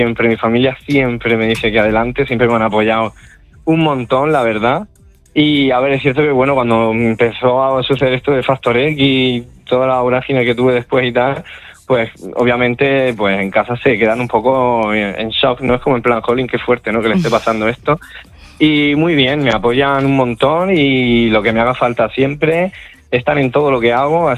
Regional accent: Murcia, Region of Murcia, Spain; como soy de Murcia, en Murcia tendemos mucho a acortar las palabras, las consonantes.

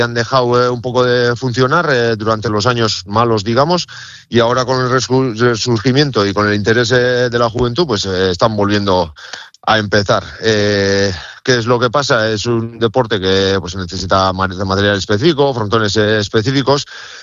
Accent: Markina-Xemein, Basque Country, Spain; yo también vengo de Markina, que es un pueblo pues que está muy unido a la cesta punta. Medio pueblo es americano.

